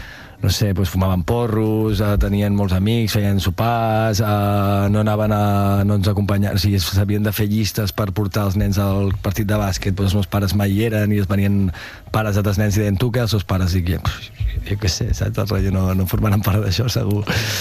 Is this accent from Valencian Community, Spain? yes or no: no; Verges, Catalonia, Spain; Jo sóc fill de Verges.